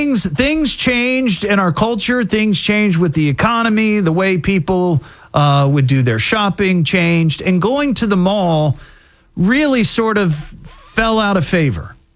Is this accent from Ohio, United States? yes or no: yes; Beavercreek, Ohio, United States; I grew up in Beaver Creek